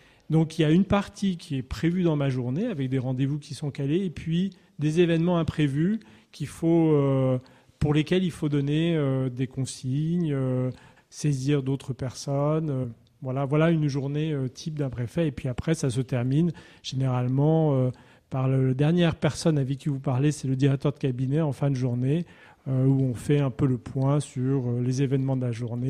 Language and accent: French; Brittany, France; now in Haute-Loire, France; celui où j'ai grandi, la Côte d'Armor en Bretagne.